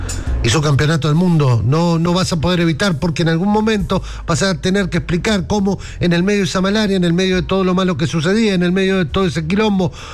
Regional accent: Argentina

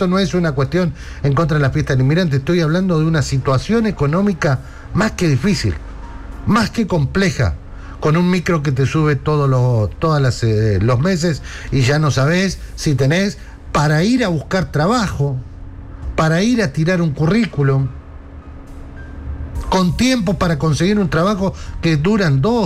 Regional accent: Argentina; de los 50 millones casi que somos la Argentina

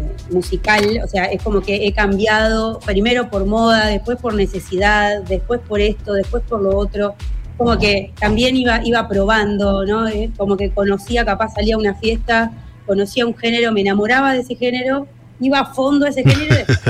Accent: La Plata, Buenos Aires Province, Argentina; soy platense y soy rockera también

